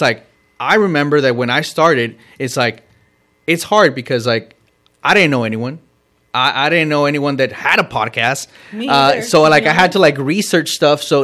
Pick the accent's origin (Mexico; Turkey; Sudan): Mexico; moved away; also born or lived in United States; I'm also Mexican. I was raised in Mexico.